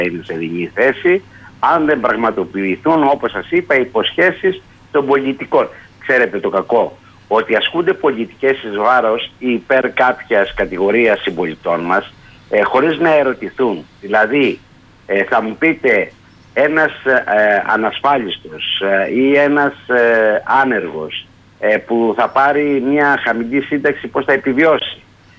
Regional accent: Greece

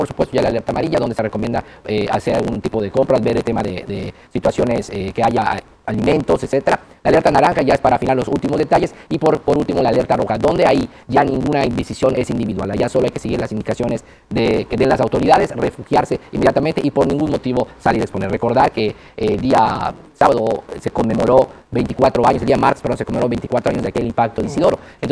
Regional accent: Yucatán, Mexico

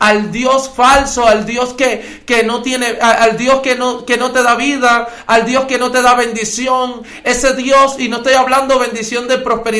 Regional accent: Holguín, Cuba; moved away; Vengo de ahí, nazco de ahí, crezco ahí

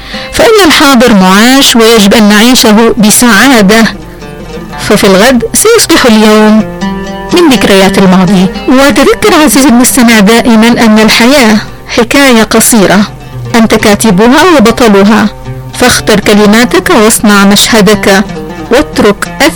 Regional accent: Hadramaut, Yemen; accent: Hadrami; لهجتنا الحضرمية

